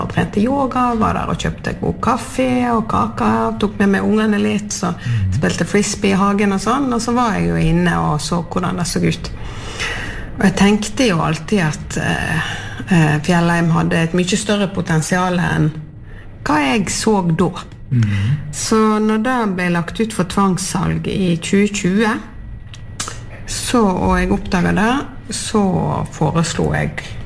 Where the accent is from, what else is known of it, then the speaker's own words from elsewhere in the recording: Sotra, Vestland, Norway; moved away as an adult; now in Jostedal, Norway; Opprinnelig så kom jeg fra Sotra.